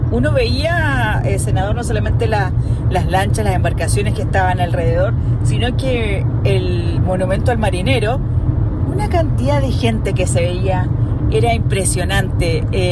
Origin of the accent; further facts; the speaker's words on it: Iquique, Tarapacá, Chile; para nosotros los iquiqueños